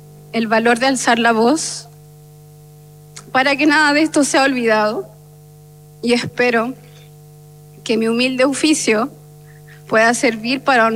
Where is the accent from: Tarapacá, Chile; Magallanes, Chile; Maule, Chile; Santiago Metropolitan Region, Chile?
Maule, Chile; Talca; born there; nací en Talca en 1993